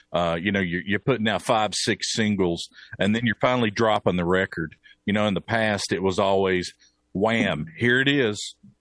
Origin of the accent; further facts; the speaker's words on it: Bristol, United States; that's how we grew up in Bristol